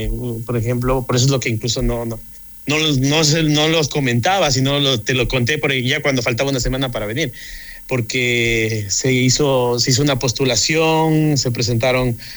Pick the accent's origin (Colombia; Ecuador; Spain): Ecuador; moved away as an adult; now in China; porque soy el único ecuatoriano acá, estoy solito acá.